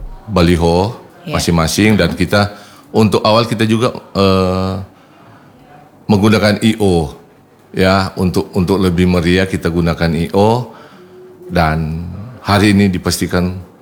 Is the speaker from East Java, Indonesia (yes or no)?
no; Sangihe, North Sulawesi, Indonesia; kita sebagai warga Sangihe